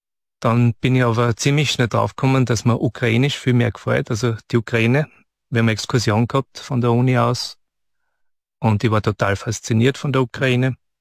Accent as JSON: {"language": "German", "region": "Styria", "country": "Austria", "said": "Und wo war für mich klar, weil Graz, als Stolzer Steirer und weil Graz einfach schön ist, ja."}